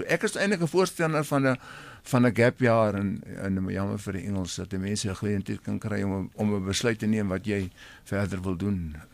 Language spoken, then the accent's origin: Afrikaans; Durbanville, Western Cape, South Africa; moved away as an adult; also born or lived in Mossel Bay / Brandvlei / Caledon / Stellenbosch; toe het hy 'n pos in 1975 in Durbanville se laerskool hoof geword. En ons het toe getrek na 6 maande uit Caledon het ek en my ma en my twee susters en ons het daar gebly, laerskool klaar gemaak, hoërskool gemaak, gematrikuleer.